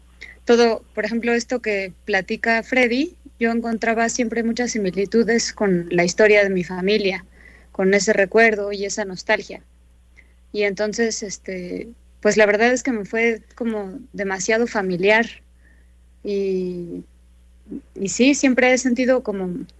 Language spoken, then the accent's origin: Spanish; Oaxaca, Mexico; now in Mexico City, Mexico; Yo soy oaxaqueña, yo desde chica quería aprender a tocar la trompeta y entonces comencé hasta que llegué aquí a la Ciudad de México